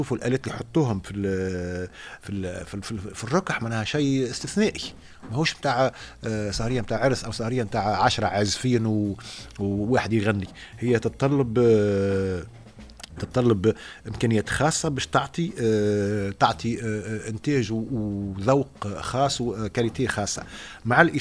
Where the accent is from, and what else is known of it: Tunisia